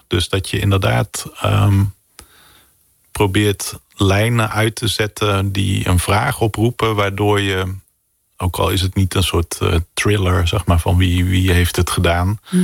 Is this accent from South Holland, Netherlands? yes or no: no; North Brabant, Netherlands